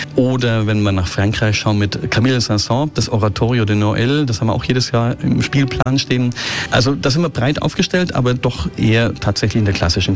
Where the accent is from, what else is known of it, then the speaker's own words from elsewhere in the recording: Neuendettelsau, Bavaria, Germany; moved away as an adult; also born or lived in Nuremberg / Bayreuth / Lübeck; now in Dresden, Germany; ich bin in Nürnberg geboren am 2. Dezember. Ich bin also ein Nürnberger Christkind, wenn man so sagen möchte und bin dann im Umland aufgewachsen in Neuendettelsau